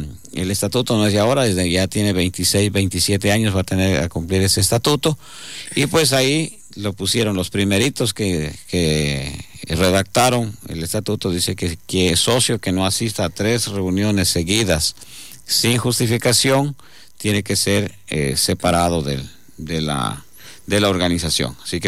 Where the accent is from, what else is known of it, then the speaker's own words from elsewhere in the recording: Loja, Ecuador; now in Nueva Loja, Ecuador; como decimos los lojanos, desde el sur.